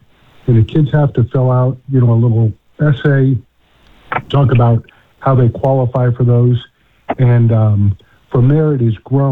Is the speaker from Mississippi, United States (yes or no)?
no; Canton, Ohio, United States; And he asked me, he goes, where are you from? And I said, Canton, Ohio.